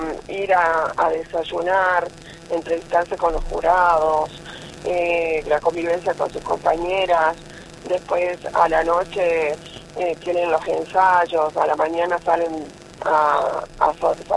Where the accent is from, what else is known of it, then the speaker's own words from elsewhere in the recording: Salta, Argentina; yo soy orgullosísima de Salta, con todas sus localidades